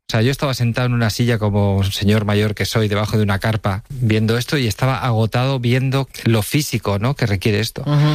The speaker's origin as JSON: {"language": "Spanish", "town": "Villacarriedo", "region": "Cantabria", "country": "Spain", "tie": "born or raised there", "said": "He estado en las fiestas de mi pueblo, en Villacarrido, también hace una semana"}